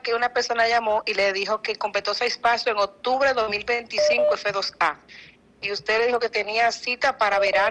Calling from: Santo Domingo, Dominican Republic

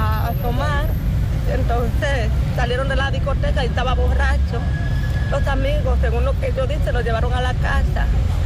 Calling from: Cotuí, Sánchez Ramírez, Dominican Republic; somos de Cotuí, una parte aquí

